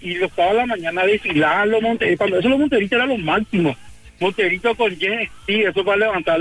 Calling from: Asunción, Paraguay; Soy de Asunción

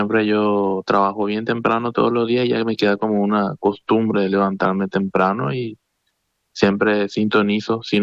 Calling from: Limpio, Central, Paraguay; yo soy de Limpio

